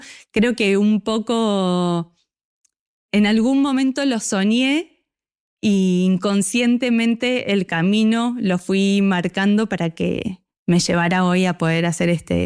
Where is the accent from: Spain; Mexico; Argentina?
Argentina; Necochea, Buenos Aires Province; soy de Necochea